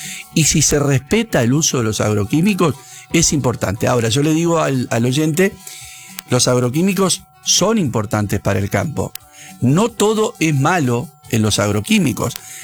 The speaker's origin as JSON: {"language": "Spanish", "country": "Uruguay", "tie": "born there", "moved": "yes", "said": "todos saben que yo nací en Uruguay."}